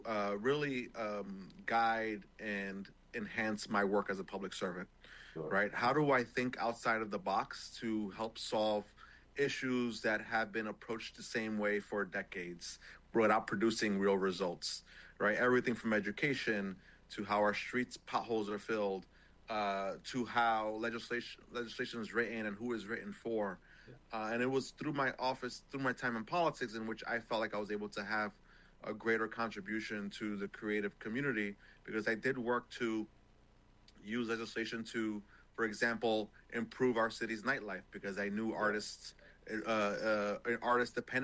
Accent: New York City, New York, United States; So being able to walk into Harlem Week right now for the first time for me as a New Yorker

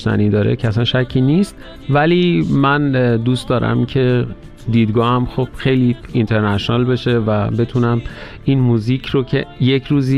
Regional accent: southern Iran, Iran; من جنوبی هستم و دریا نقش موثری داشته در بزرگ شدن من

